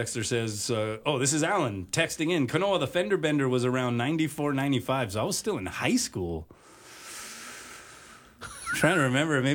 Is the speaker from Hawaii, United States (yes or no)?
yes; Hawaii, United States; I grew up in Hawaii.